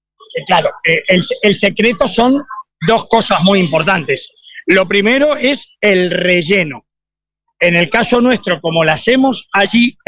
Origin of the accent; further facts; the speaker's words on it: Argentina; Totalmente.